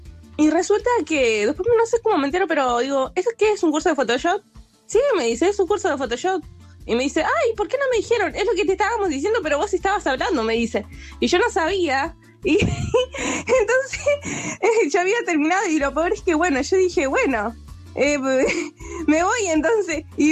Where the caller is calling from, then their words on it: Argentina; soy de Las Ferreras.